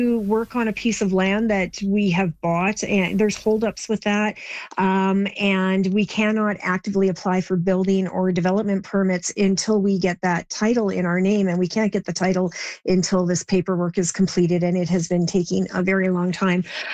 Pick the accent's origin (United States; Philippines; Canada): Canada; Torrington, Alberta; Well, so I grew up in Torrington, and it was vastly different than what it is now.